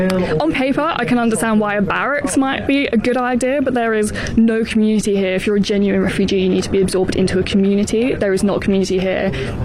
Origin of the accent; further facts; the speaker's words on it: London, United Kingdom; moved away; I grew up in North London, so I consider myself a little bit streetwise